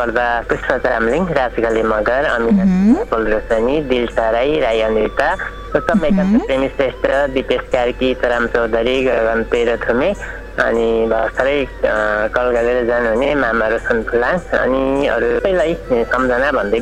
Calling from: Dharan, Koshi Province, Nepal; धरानबाट। हजुर

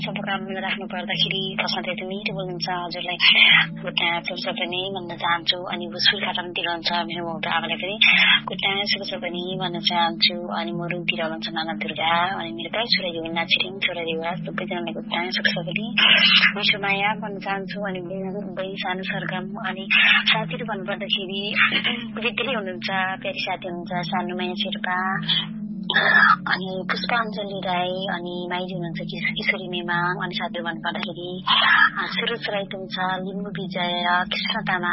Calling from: Kuwait; मेरो खबर एकदमै ठिकै छ, अनि यताको पनि ठिकै छ भन्नुपर्छ

